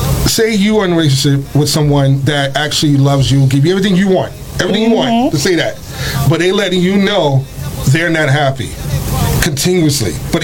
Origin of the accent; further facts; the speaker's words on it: Harlem, New York, United States; now in Bronx, United States; You already know. I'm from Harlem. End of the day, I'm from Harlem.